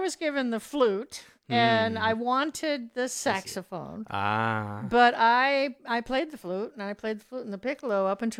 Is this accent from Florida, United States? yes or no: no; New York, United States; I grew up in New York